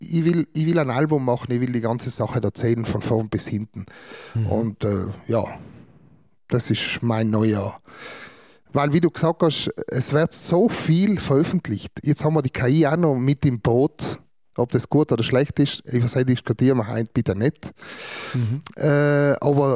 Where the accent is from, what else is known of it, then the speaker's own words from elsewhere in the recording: Trentino-Alto Adige, Italy; dass ich da als Südtiroler, Tiroler, Europäer überhaupt da an dem teilnehmen darf